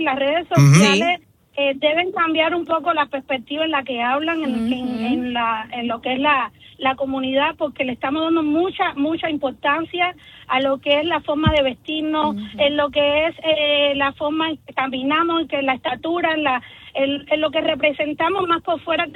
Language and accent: Spanish; Cuba